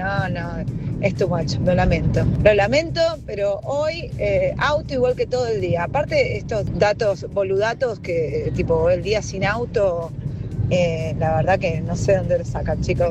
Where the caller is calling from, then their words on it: Quilmes, Buenos Aires Province, Argentina; pero yo vivo en Quilmes. Ah, por cierto … de Quilmes. Vivo en Quilmes.